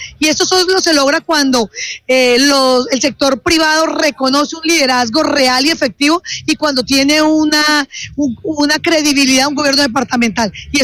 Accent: Meta, Colombia; porque eso es lo que nos identifica a nosotros como llaneros y como metenses

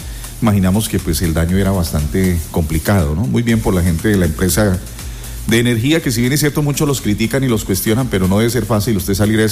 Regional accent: Colombia; todos somos colombianos

